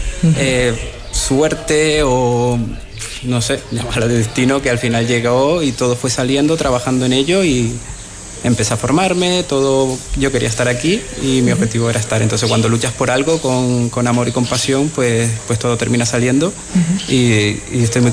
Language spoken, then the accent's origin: Spanish; Canary Islands, Spain; Pues yo vine de Canarias, estaba haciendo un road trip por Europa y pasé por aquí.